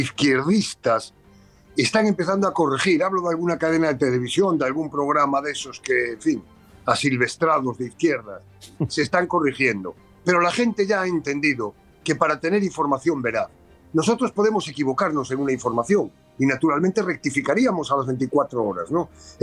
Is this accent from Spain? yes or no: yes; Spain; Somos españoles por encima de cualquier situación.